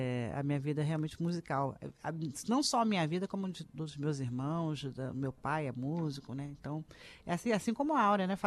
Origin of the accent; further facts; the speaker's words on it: Belford Roxo, Rio de Janeiro, Brazil; born there; also born or lived in Campo Grande, Rio de Janeiro; Eu nasci em Belfor Roxo, mas passei uma boa parte da minha vida em Campo Grande também.